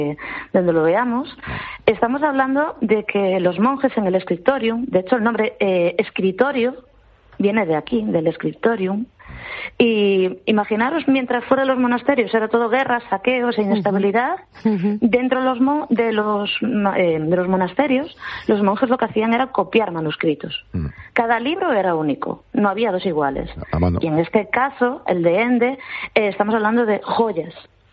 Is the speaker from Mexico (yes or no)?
no; Galicia, Spain